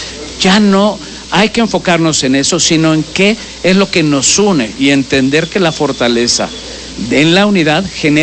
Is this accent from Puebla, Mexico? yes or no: yes; Puebla, Mexico; Simplemente somos poblanos, somos mexicanos